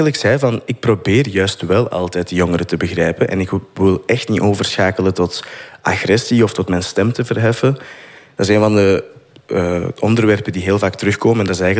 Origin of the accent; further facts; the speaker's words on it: Turnhout, Flanders, Belgium; Ja, ik ben van Turnhout.